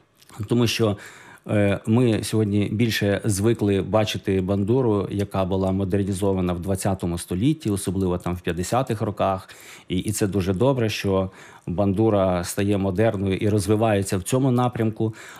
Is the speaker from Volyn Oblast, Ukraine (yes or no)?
yes; Kovel, Volyn Oblast, Ukraine; born there; Але мені ще було цікаво, що я от сам я народився в Ковелі.